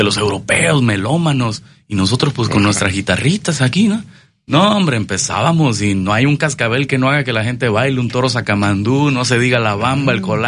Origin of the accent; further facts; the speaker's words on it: Veracruz, Mexico; No, somos afortunados, ¿eh? Sí. Como mexicanos y como jarochos.